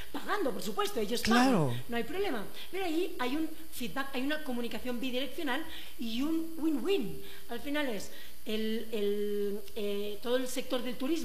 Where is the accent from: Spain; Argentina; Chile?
Spain; los foráneos como yo, que yo vengo de España, podamos disfrutar con muchísima más seguridad y llevarnos ese pedacito del Ecuador a nuestros países de origen.